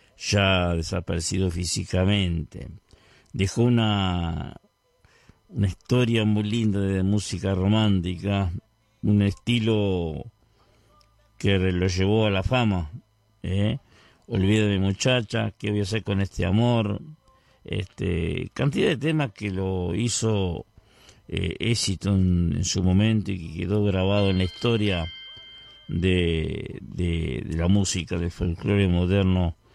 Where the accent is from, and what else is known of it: Vergara, Treinta y Tres, Uruguay